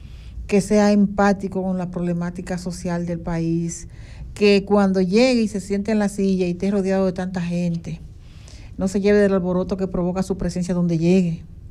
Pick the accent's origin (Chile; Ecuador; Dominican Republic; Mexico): Dominican Republic; La República Dominicana, necesitamos que bien nos gobiernen